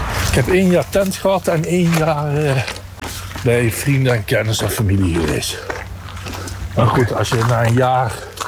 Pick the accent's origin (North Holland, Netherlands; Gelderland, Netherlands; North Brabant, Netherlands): Gelderland, Netherlands; Nijmegen; born there; Ja, ik ben geboren in Nijmegen, gekomen. En ik ben aan de overkant geboren.